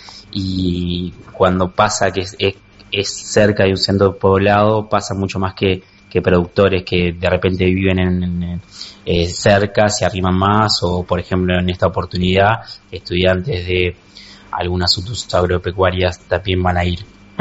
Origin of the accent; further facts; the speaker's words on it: Flores, Uruguay; bueno, a mi departamento también, yo soy de Flores